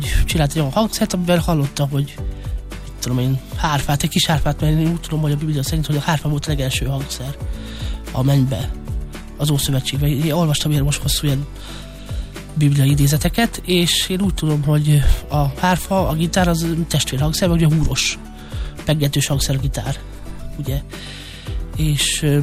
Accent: Hungary; való vagyunk, szóval Indiából jött, ugye, mert hát az indiai kultúra, meg maga a ma mi romák, magyar cigányok, háviházi muzsikus cigányok

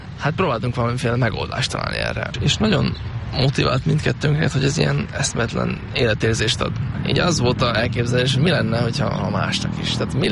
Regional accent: Győr, Győr-Moson-Sopron, Hungary; moved away as an adult; now in Budapest, Hungary; Győri vagyok. Onnan jött ez a vidéki, kicsit ilyen vidéki mentalitás, és ide ezt így elhoztam magammal.

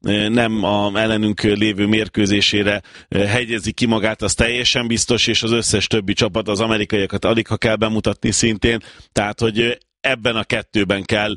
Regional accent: Hungary

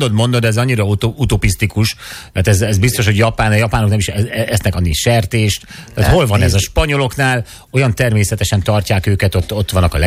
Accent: Great Hungarian Plain, Hungary; now in Bükk, Hungary; én alföldi vagyok, de a bükkbe lakom.

